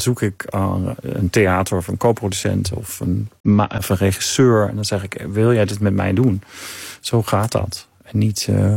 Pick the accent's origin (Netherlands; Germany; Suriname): Germany; moved away; Nee, ik ben toch ook uit dat land.